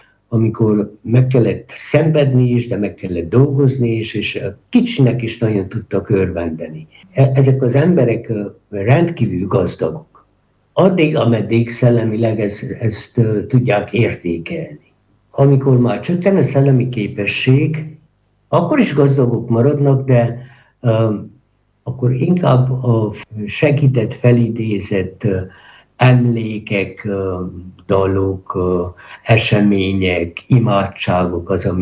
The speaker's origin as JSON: {"language": "Hungarian", "region": "Harghita", "country": "Romania", "moved": "yes", "said": "én természetesen csiki székelyként"}